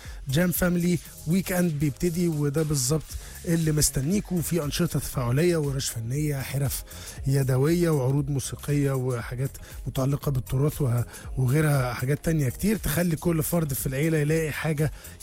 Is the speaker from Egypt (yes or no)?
yes; Egypt; التاريخ وحضاره بلدنا